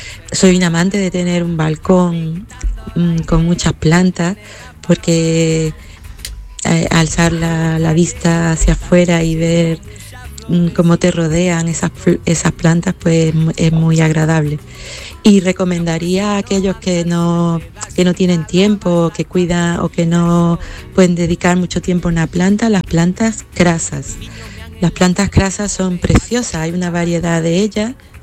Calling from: Seville, Andalusia, Spain; de Sevilla

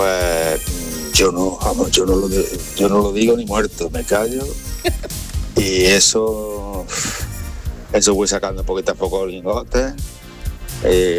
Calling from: Córdoba, Andalusia, Spain; Así es que, venga … de Córdoba, buen día.

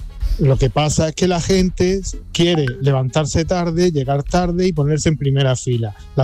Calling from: Madrid, Community of Madrid, Spain; de Madrid.

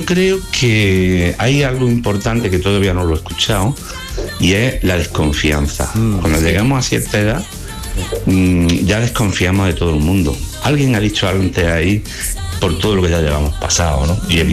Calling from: Granada, Andalusia, Spain; de Granada.

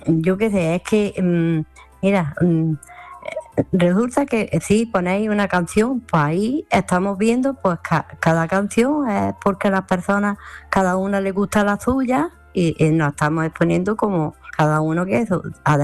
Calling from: Granada, Andalusia, Spain; Hola, Manolo … de Granada.

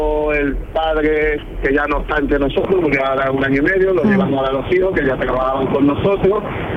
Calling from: Benalmádena, Andalusia, Spain; Yo soy de Benalmádena

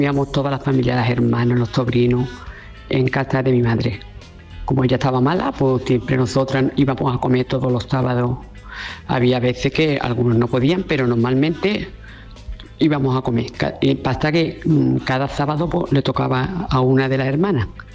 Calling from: Ronda, Andalusia, Spain; de Ronda.

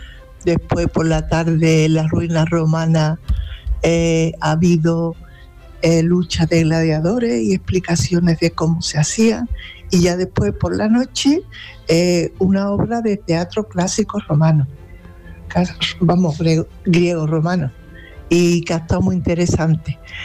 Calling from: Aroche, Andalusia, Spain; Aquí en Aroche hay mucha actividad fiestera.

